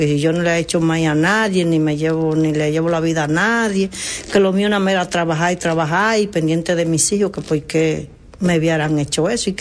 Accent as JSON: {"language": "Spanish", "town": "Santo Domingo", "region": "Distrito Nacional", "country": "Dominican Republic", "moved": "yes", "lives_now": "United States", "said": "De Santo Domingo, República Dominicana."}